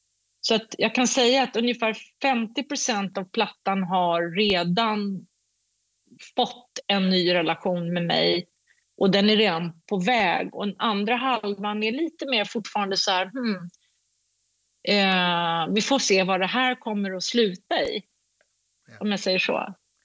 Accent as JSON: {"language": "Swedish", "country": "United Kingdom", "second_language": "Swedish", "said": "Jag kommer från Storbritannien och jag vet hur jag ska säga saker."}